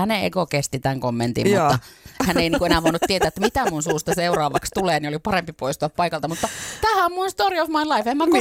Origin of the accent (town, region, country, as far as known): Oulu, North Ostrobothnia, Finland; born there